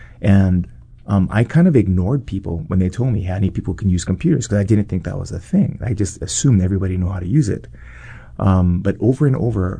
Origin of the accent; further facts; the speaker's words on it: Kailua, Hawaii, United States; now in Molokai, United States; You know, I grew up on Oahu, in Kailua. And, you know, we moved over to Molokai recently.